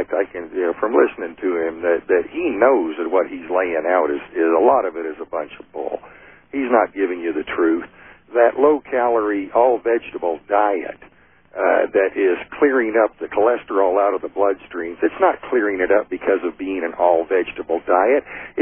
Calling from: California, United States; Northern California.

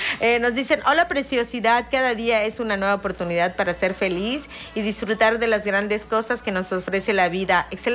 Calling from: Fidel Velázquez, Mexico; te escucho desde mi pueblo de la Fidel Velázquez.

